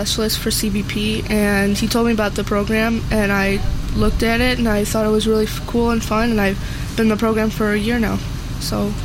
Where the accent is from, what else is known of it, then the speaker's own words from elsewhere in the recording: Chicago, Illinois, United States; Like we're from the Chicagoland area, so we have kids from the city and we have kids from the suburbs.